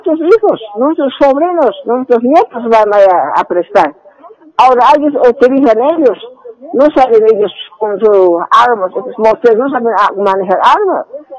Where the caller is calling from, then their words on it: La Paz, Bolivia; Estoy llamando de Ciudad de La Paz.